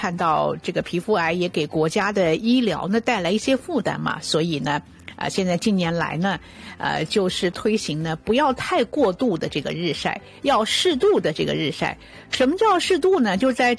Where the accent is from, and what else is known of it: China; now in Toronto, Canada